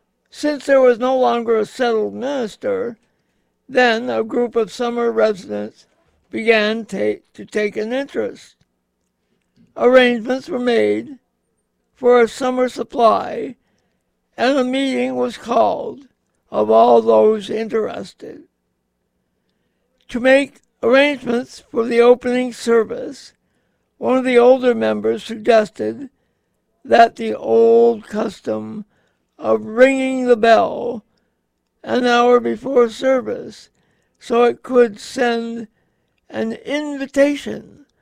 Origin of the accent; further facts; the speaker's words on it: Barre, Vermont, United States; I'm from Barrie.